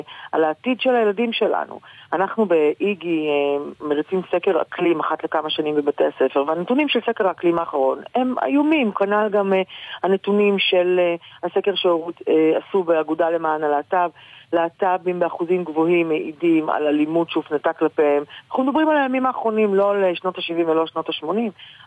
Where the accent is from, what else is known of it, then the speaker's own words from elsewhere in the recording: Haifa, Haifa District, Israel; אני נולדתי וגדלתי בחיפה.